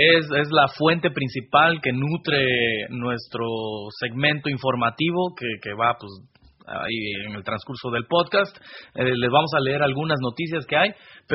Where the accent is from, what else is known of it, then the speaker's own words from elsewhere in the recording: Veracruz, Mexico; Pero de este disco es así mi más favorita porque soy jarocho, caramba.